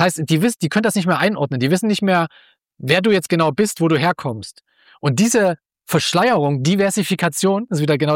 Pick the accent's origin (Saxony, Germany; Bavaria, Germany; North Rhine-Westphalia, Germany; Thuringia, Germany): Saxony, Germany; Leipzig; born there; Ich bin ja in der DDR geboren. Ich bin ja 1974 in Leipzig geboren und habe 15 Jahre die DDR noch miterlebt.